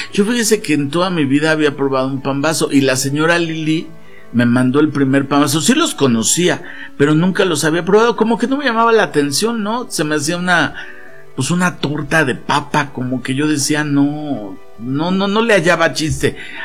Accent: Mexico; como mexicanos que somos parte de este país

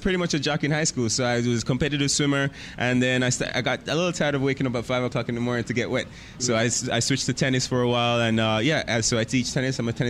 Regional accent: Jamaica; I'm from Jamaica.

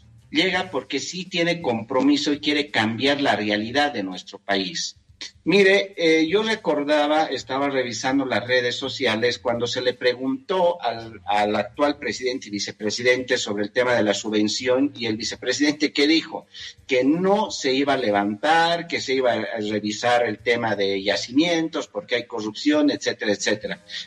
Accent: Bolivia; lo vamos a tener que poner el hombro los bolivianos

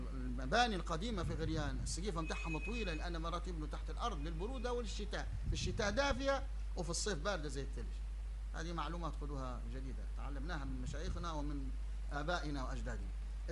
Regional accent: Libya; عندنا في الجنوب في الصحراء، حتى هنا في الصحراء في جنوب طرابلس الغرب

